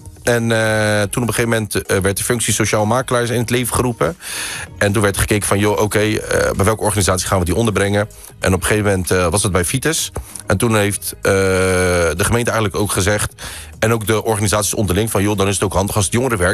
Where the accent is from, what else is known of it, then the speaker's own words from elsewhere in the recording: Wateringen, South Holland, Netherlands; geboren en getogen in het Westland, in Wateringen. En toen was het nog niet eens gemeente Westland, het was gemeente Wateringen.